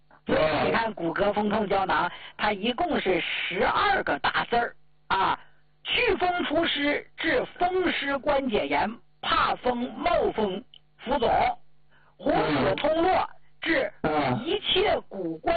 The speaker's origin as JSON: {"language": "Chinese", "region": "Northeast China", "country": "China", "accent": "Northeastern (Dongbei) dialect", "said": "我就用咱们东北老家话跟你们唠嗑。"}